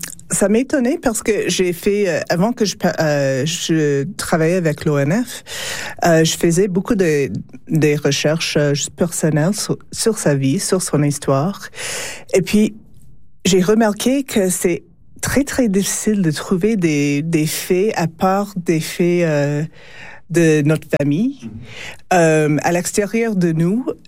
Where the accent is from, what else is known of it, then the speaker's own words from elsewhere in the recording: Edmonton, Alberta, Canada; born there; Regina, c'est pas ma ville natale, c'est Edmonton actuellement